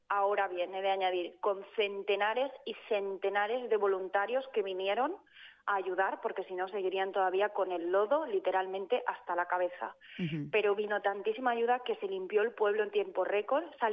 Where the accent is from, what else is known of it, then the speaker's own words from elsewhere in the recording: Pedralba, Valencian Community, Spain; llegué a Pedralba, que como te digo es mi pueblo. Y te voy a contar cómo es mi realidad aquí, lo que yo he vivido estando fuera